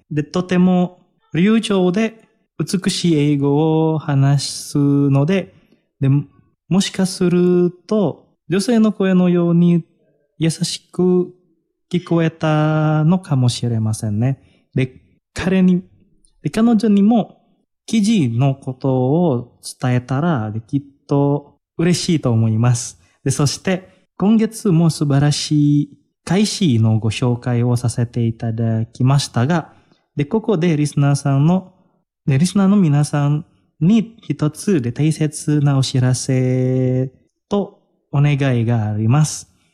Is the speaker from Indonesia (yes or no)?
yes; Indonesia; 同じインドネシア人として